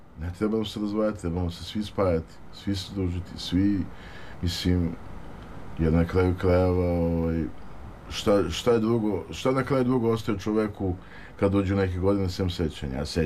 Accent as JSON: {"language": "Serbian", "country": "Serbia", "tie": "born there", "said": "mi smo rođeni u Srbiji"}